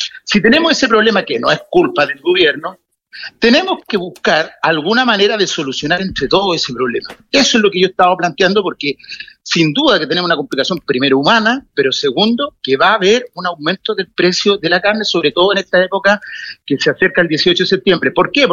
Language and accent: Spanish; Los Andes, Valparaíso, Chile; now in Calle Larga, Chile; yo soy de acá de Los Andes, de la provincia, de la comuna de Los Andes